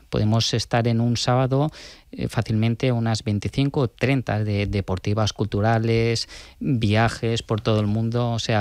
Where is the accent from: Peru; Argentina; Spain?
Spain; Valencian Community; Y creaba también obras de arte en el chalet familiar, en el pueblo, en mi pueblo Alfar.